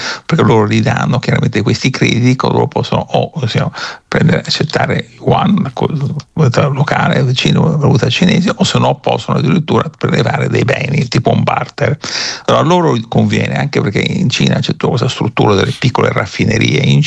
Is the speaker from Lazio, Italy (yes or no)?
yes; Rome, Lazio, Italy; io sono cresciuto a Roma